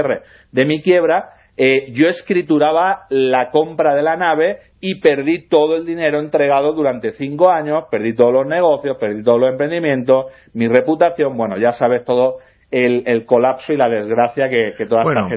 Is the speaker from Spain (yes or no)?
yes; Elda, Valencian Community, Spain; moved away as an adult; now in Madrid, Spain; cuando regreso a Elda, a mi pueblo, donde nos atacan, donde me revientan, de donde me tengo que ir y donde estuve viviendo hasta hace muy poquito que me he mudado a Madrid.